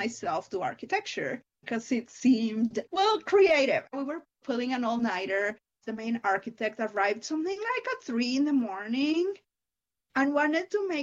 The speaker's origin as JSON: {"language": "English", "country": "Mexico", "moved": "yes", "lives_now": "Canada", "said": "I am originally from Mexico. I grew up going to like Catholic private school"}